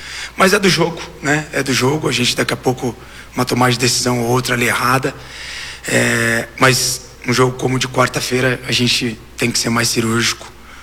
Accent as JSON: {"language": "Portuguese", "town": "Campinas", "region": "São Paulo", "country": "Brazil", "moved": "yes", "said": "Eu sou de Campinas"}